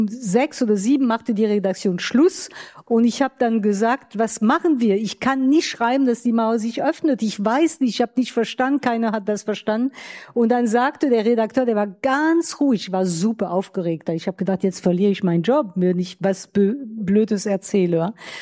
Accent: France; German is a second language; moved away; ich war nicht Wessi. Ja, ich war Französin

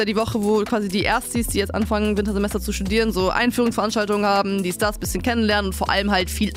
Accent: Bremen, Germany; auch als Bremer

